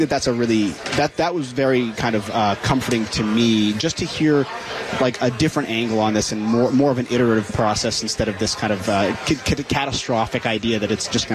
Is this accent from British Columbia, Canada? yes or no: yes; Vancouver, British Columbia, Canada; It's really when I grew up in Canada. I'm from Vancouver, Canada.